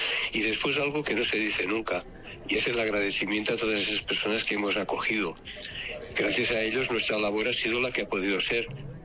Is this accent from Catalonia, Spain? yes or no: yes; Catalonia, Spain; born there; now in Madrid, Spain; yo soy una persona nacida en Cataluña y que se siente profundamente madrileño y cada día más.